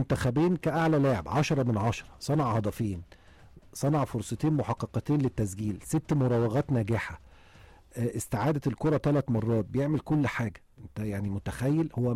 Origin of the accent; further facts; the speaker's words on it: Egypt; كتير مننا كمصريين